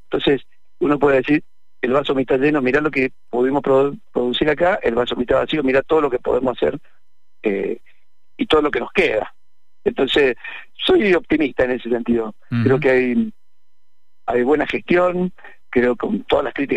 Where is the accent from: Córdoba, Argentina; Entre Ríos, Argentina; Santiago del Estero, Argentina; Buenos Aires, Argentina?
Córdoba, Argentina; now in Mendoza, Argentina; yo soy cordobés, soy enamorado de esta ciudad, que vine a estudiar diseño casualmente en el 85 y me quedé.